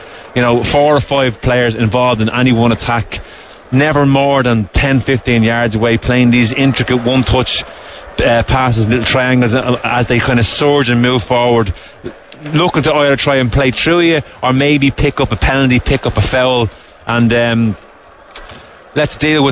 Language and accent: English; Ireland; as Irish people